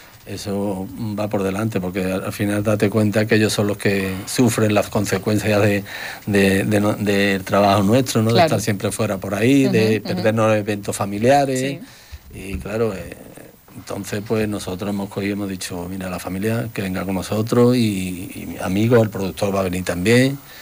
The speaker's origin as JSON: {"language": "Spanish", "town": "Morón de la Frontera", "region": "Andalusia", "country": "Spain", "said": "el nombre de Morón lo llevamos por delante, porque somos de Morón."}